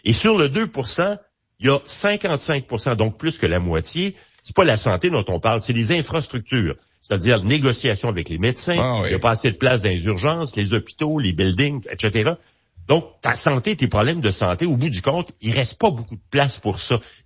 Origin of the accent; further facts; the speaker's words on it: Quebec, Canada; c'est la maladie ou le problème de santé le plus médiatisé chez nous au Québec